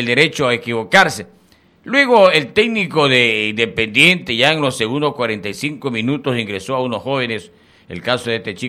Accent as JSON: {"language": "Spanish", "country": "Ecuador", "said": "Yo como ecuatoriano"}